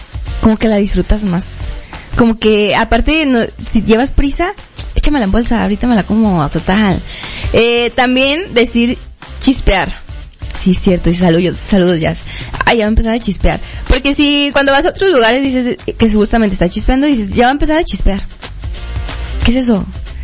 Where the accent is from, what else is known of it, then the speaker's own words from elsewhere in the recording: Guadalajara, Jalisco, Mexico; Discúlpenme, yo fallé como tapatía